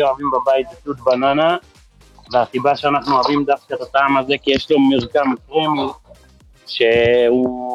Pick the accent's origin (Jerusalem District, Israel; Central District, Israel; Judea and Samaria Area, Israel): Jerusalem District, Israel; Beit Shemesh